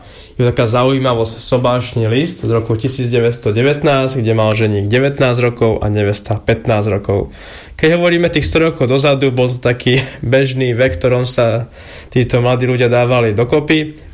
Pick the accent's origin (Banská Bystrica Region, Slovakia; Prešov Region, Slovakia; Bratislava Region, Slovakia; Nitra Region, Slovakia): Banská Bystrica Region, Slovakia; Lišov; u nás na Lišove